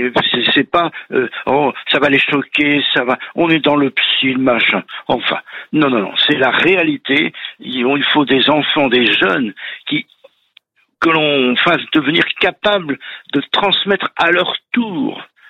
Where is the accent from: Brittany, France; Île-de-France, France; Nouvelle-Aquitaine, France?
Île-de-France, France; je suis originaire des Yvelines